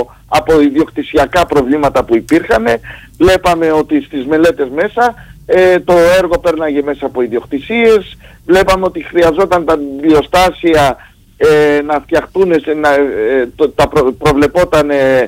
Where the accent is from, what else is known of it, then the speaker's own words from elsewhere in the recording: Greece; εμείς ως Έλληνες